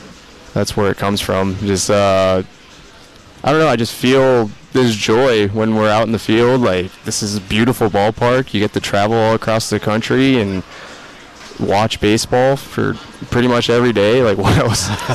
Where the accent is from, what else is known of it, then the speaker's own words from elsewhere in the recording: Japan; So I grew up in Japan, and I speak some Japanese, so my first job was an interpreter for Kikuchi, Yusei Kikuchi.